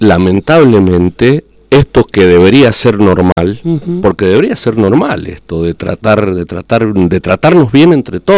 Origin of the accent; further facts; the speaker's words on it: Mendoza, Argentina; Yo vengo de Mendoza, sí. Manejé un par de años en Mendoza.